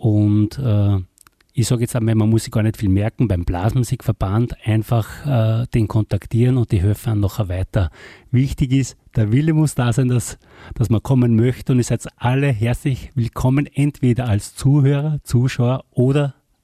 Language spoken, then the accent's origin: German; Retz, Lower Austria, Austria; Ich bin ja selbst aus Retz, da gibt es kein Echo.